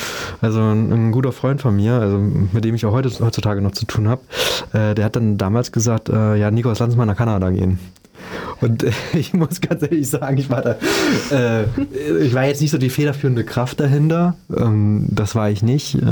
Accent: Germany

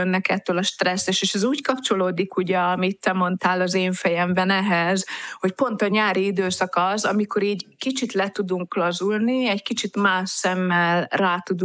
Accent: Budapest, Hungary; mert hogy budapesti lévén, és nem akarok ezzel semmi extrát mondani, csak budapesti lévén

